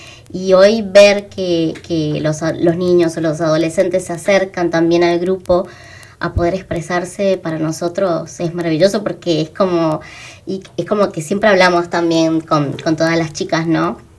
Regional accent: Corrientes, Argentina; moved away; lejos de mi ciudad, porque soy correntina, he llegado acá

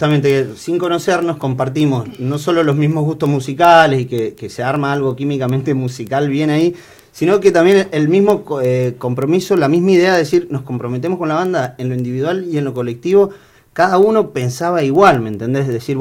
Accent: Mendoza, Argentina; Yo soy mendocino. Yo soy mendocino

